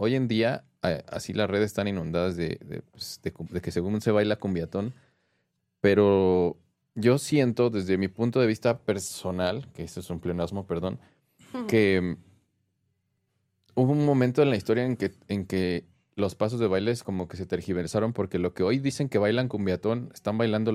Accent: Mexico City, Mexico; Yo soy de Pantitlán

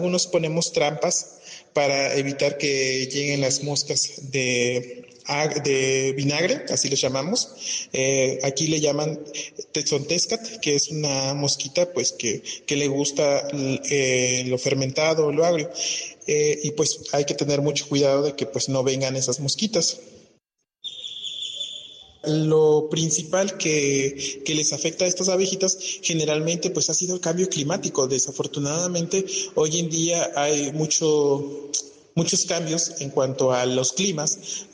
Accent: Cuetzalan del Progreso, Puebla, Mexico; born or raised there

